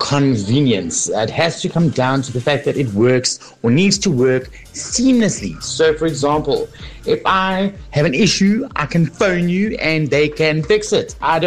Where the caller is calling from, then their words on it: Drummond, KwaZulu-Natal, South Africa; from Drummond.